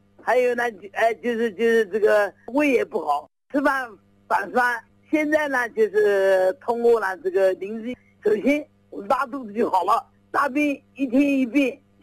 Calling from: Nanjing, Jiangsu, China; accent: Nanjing accent; 我也是南京的。

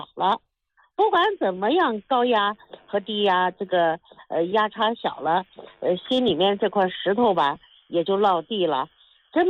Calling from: Xi'an, Shaanxi, China; 我是西安的。

